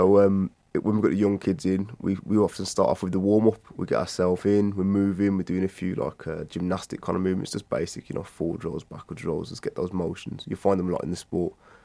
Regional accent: Wolverhampton, West Midlands, United Kingdom; back when I was growing up in Wolverhampton

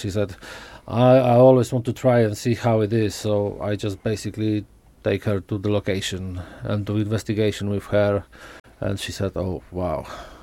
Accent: Hereford, West Midlands, United Kingdom; I'm from Hereford

